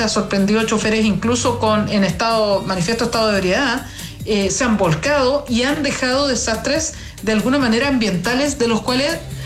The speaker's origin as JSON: {"language": "Spanish", "country": "Chile", "said": "para una periodista chilena como yo"}